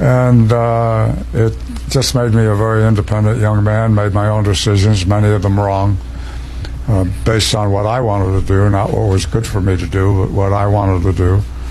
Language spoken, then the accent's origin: English; Newark, New Jersey, United States; I was born in Newark, New Jersey in 1924, February 15th.